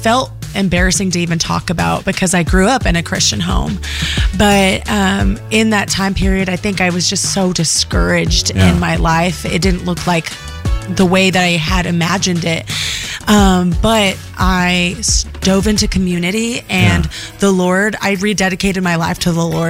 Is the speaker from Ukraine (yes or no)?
no; Nicaragua; Nicaraguan.